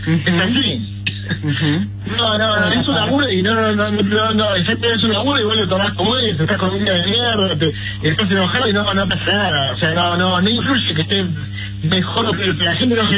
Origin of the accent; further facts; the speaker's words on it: Bahía Blanca, Buenos Aires Province, Argentina; Yo cuando era chico en Bahía Blanca, que no teníamos un sobre partido al medio, y que mi vieja cocinaba y le ponía huevo